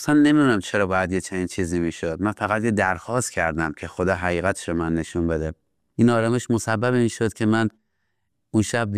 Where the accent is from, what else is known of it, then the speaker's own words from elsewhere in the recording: Iran; born there; بله، من متولد ایران هستم.